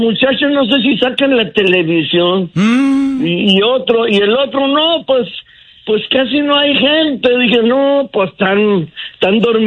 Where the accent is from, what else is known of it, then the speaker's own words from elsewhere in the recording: Guadalajara, Jalisco, Mexico; yo soy de Guadalajara, en la Glorita Minerva, en el Zócalo, en todos